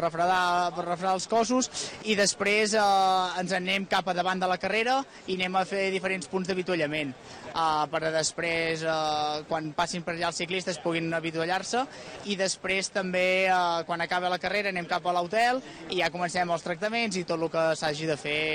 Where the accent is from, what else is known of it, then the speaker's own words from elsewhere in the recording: Manlleu, Catalonia, Spain; A més, avui jo sóc de Manlleu i passem per Manlleu